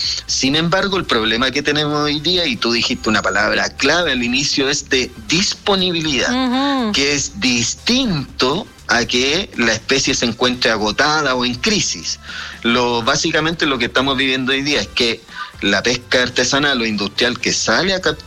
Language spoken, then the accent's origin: Spanish; Talcahuano, Biobío, Chile; Yo soy particularmente de Talcahuano, conozco la historia muy bien. En Talcahuano llegaron a capturar cerca de 4 millones de toneladas de jurel en los años 90.